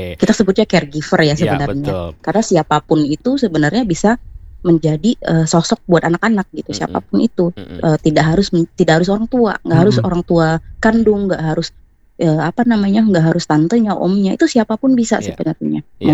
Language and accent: Indonesian; Dumai, Riau, Indonesia; born there; Aslinya aku itu orang Melayu, jadi aku tuh lahirnya di Dumai, jadi ya pindah-pindah.